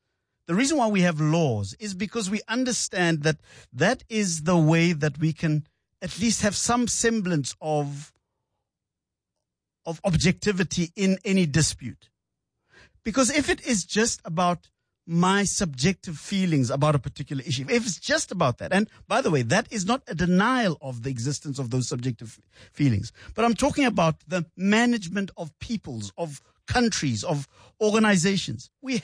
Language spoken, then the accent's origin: English; South Africa; Okay, I am a South African. So I'm not here as somebody coming from someplace looking in. I am a South African.